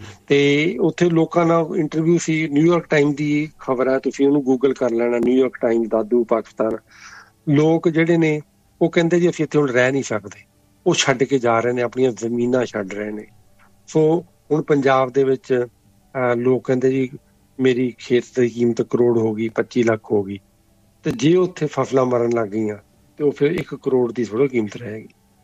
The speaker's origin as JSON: {"language": "Punjabi", "town": "Amritsar", "region": "Punjab", "country": "India", "tie": "born or raised there", "said": "ਮੈਂ ਹਾਂਜੀ ਮੈਂ ਵੀ ਉਸ ਵਿੱਚ ਜੰਮਿਆ ਪੜਿਆ, 22 ਸਾਲ ਤੱਕ ਮੈਂ ਉੱਥੇ ਰਿਹਾ"}